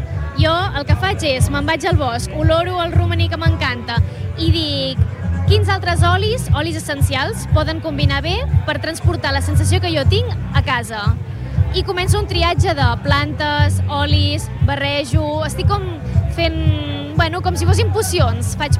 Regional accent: Palafrugell, Catalonia, Spain; Bueno, ve de que bàsicament sóc d'aquí, sóc de Palafrugell.

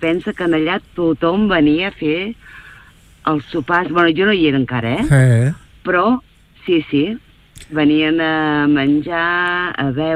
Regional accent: Catalonia, Spain; jo soc de l'Alt Empordà

